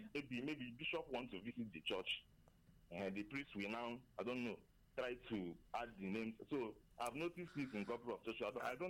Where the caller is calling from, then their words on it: Enugu State, Nigeria; I'm calling from Enugu.